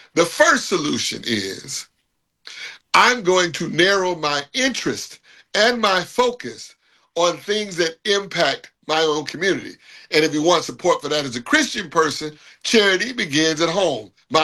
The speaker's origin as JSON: {"language": "English", "town": "Chicago", "region": "Illinois", "country": "United States", "tie": "born or raised there", "said": "In Chicago, I grew up in Chicago."}